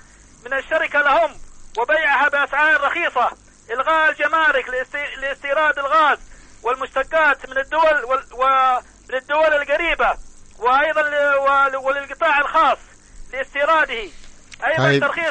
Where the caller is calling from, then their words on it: Seiyun, Hadhramaut, Yemen